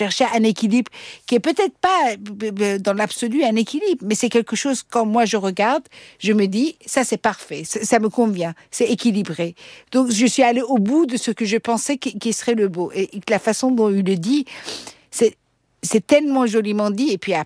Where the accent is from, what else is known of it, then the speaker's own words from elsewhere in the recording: Austria; first language Persian; French is a second language; Je dis, moi, je parlais le persan, mes parents, ils m'ont mis dans une école francophone, après j'ai grandi en Autriche